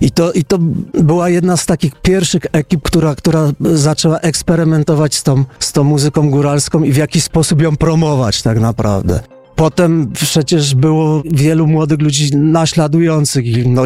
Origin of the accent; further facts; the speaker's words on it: Lesser Poland, Poland; tam u nas na Podhalu